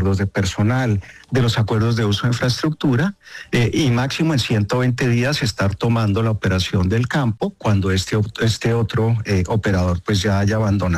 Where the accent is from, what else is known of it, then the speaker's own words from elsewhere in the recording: Colombia; Y yo sí creo, como colombiano, que hay una oportunidad muy buena